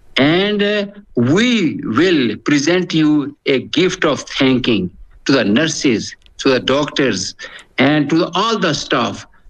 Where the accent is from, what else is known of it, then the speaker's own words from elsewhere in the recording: Pakistan; the decades, because I'm from Pakistan.